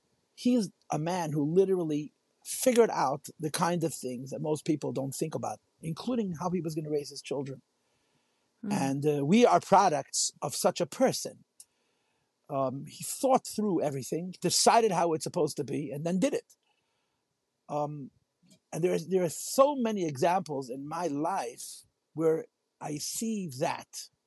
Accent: New York City, New York, United States; I grew up in Crown Heights. I grew up at the Rebbe's feet. I was very, very fortunate. I was born in 1965.

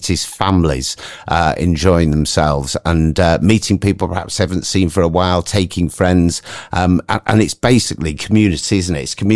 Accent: Hale, North West England, United Kingdom; I'm born and bred in Hale. I'm posh boy from Hale, you see.

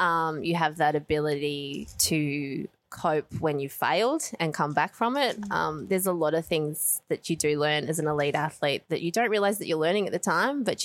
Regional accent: Australia; I come from Australia where we're very big on making sure that in each event we support females and males.

